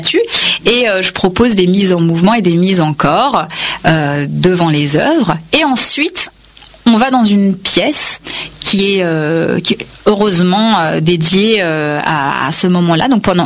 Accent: Yemen; first language Kannada; French is a second language; moved away; je suis indienne d'origine, mais j'ai grandi au Yémen quand j'étais petite.

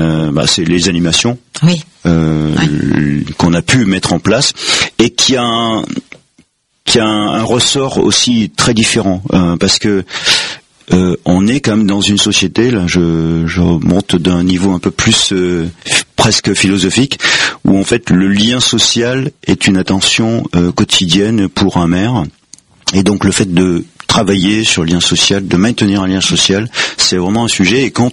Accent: Auvergne-Rhône-Alpes, France; Alors moi je sais pas vous, mais moi je suis originaire de la Drôme provençale et donc quand j'étais en sixième, je prenais le bus à 7h15 pour aller au collège

